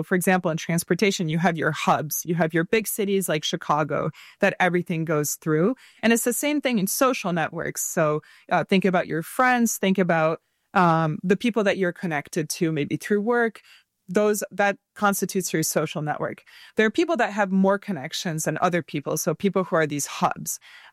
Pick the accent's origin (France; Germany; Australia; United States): France; Paris, Île-de-France; moved away; I'm originally from Paris in France, and I feel like every summer I go back and I see a new cocktail on the menu that's popular.